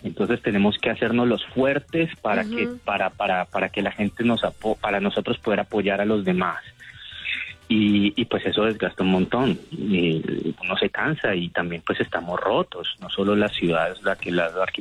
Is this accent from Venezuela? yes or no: no; Cali, Valle del Cauca, Colombia; entender que como caleños y caleñas estamos pues juntos en esta si